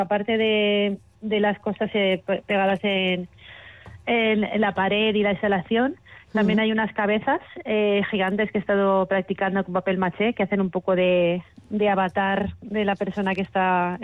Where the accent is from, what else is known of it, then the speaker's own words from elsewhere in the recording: Castellón de la Plana, Valencian Community, Spain; moved away as an adult; now in Brussels, Belgium; Sí, bueno, soy de Castellón, pero hace años que vivo fuera, vivo en Bruselas.